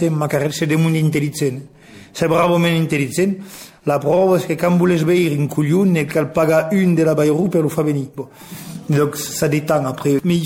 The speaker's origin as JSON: {"language": "French", "town": "Decazeville", "region": "Occitanie", "country": "France", "tie": "born there", "said": "Alors, je suis né dans l'Aveyron, à Decazeville. De père donc aveyronnais et d'une mère béarnaise"}